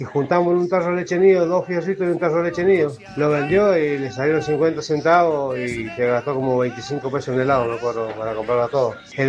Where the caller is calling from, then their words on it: Luján de Cuyo, Mendoza, Argentina; Luján de Cuyo